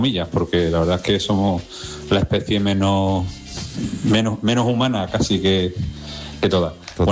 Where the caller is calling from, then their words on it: Seville, Andalusia, Spain; de Sevilla.